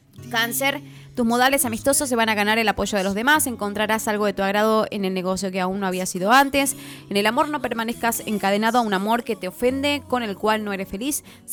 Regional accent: Tucumán, Argentina; Somos tucumanos

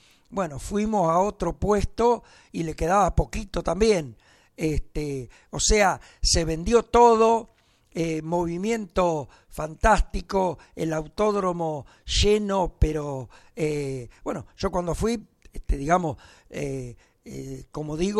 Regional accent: Necochea, Buenos Aires Province, Argentina; yo soy de Necochea

